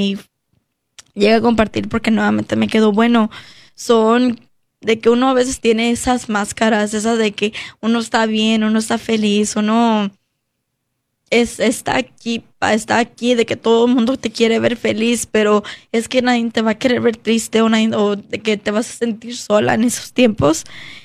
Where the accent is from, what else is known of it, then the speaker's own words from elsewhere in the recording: United States; born there; also born or lived in Mexico; yo crecí aquí en Estados Unidos